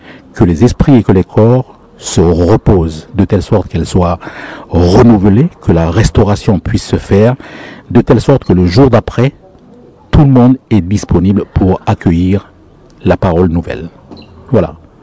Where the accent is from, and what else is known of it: Lifou, Loyalty Islands Province, New Caledonia